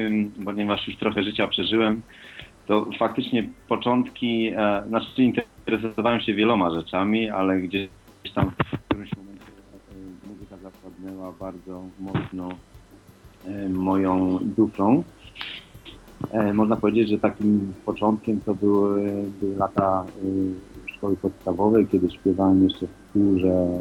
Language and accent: Polish; Wrocław, Lower Silesian Voivodeship, Poland; ja jestem z Wrocławia